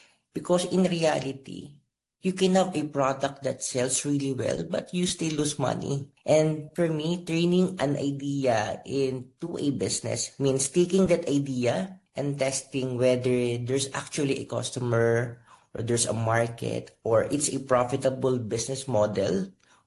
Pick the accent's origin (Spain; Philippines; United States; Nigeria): Philippines